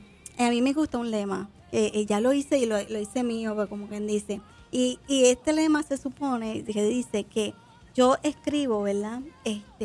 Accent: Fajardo, Puerto Rico; born there; Nací en Fajardo, Puerto Rico. Nací en un carro.

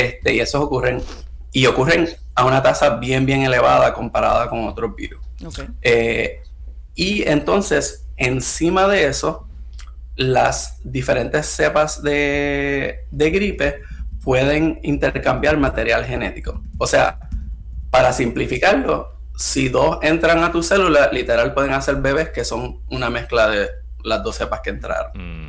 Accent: Río Piedras, Puerto Rico; Sí, pues yo me crié en Río Piedra. Estudié en la High de la Universidad de Puerto Rico

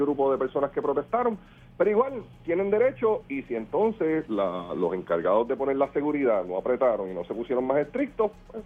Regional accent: Fajardo, Puerto Rico; el partido de mayoría de mi pueblo de Fajardo

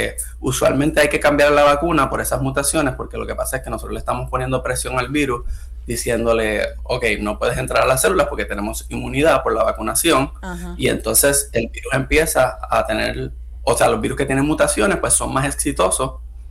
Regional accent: San Juan, Puerto Rico; moved away as an adult; also born or lived in Mayagüez; now in Davis, United States; yo me crié en Río Piedra. Estudié en la High de la Universidad de Puerto Rico, la Escuela Secundaria de la Universidad de Puerto Rico, UHSFUA.

